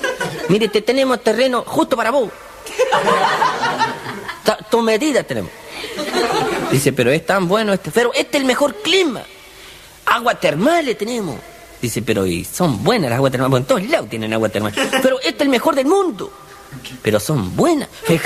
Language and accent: Spanish; Chaco, Argentina; Y yo chaqueño decía, no, yo soy del Chaco, como he aclarado a veces en países vecinos.